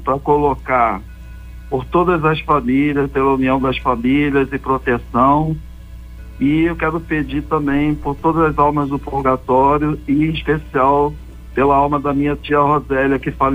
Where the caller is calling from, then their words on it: Rio de Janeiro, Brazil; nós somos da paróquia São Marcelino, da Barra Olímpica.